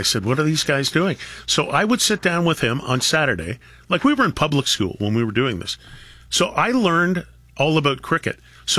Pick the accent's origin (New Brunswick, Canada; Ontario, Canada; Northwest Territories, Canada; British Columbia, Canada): Ontario, Canada; Toronto; growing up where I grew up in Toronto